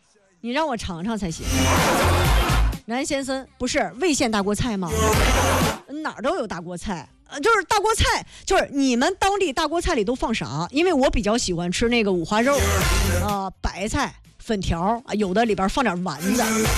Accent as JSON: {"language": "Chinese", "town": "Gaocheng", "region": "Hebei", "country": "China", "said": "我是藁城人"}